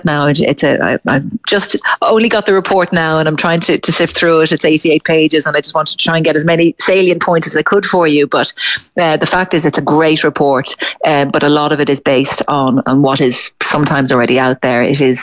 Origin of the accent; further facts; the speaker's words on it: Leinster, Ireland; it's my hometown, I love it